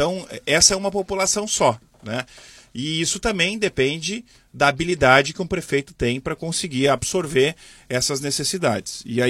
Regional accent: Novo Hamburgo, Rio Grande do Sul, Brazil; Eu sou natural de Novo Hamburgo.

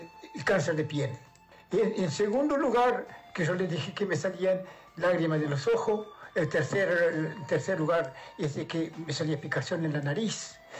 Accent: Pueblo Sequeira, Artigas, Uruguay

